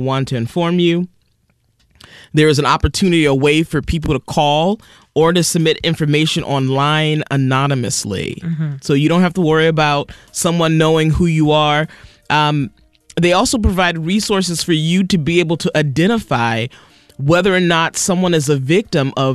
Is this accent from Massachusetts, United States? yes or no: yes; Boston, Massachusetts, United States; I grew up in, you know, we grew up in Dorchester and Roxbury in Boston